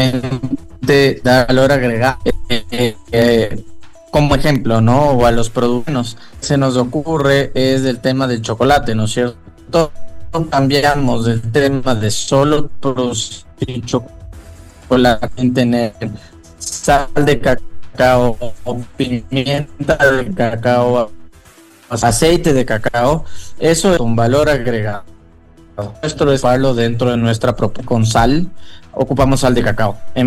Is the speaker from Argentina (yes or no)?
no; Ecuador; cada una de estas cosas que nosotros como ecuatorianos nos gusta.